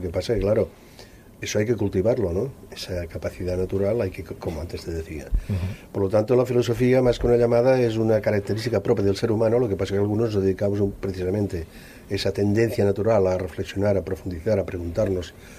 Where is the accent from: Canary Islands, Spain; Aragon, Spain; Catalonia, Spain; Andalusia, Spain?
Aragon, Spain; Digamos que soy maño.